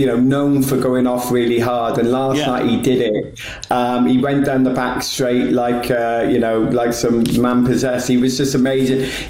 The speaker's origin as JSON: {"language": "English", "country": "United Kingdom", "said": "I'm British."}